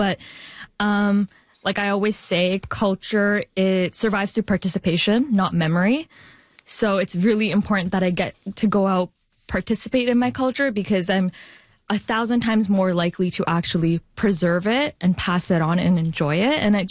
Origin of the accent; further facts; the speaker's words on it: Canada; growing up in Canada, it's a way for me to kind of reconnect with my heritage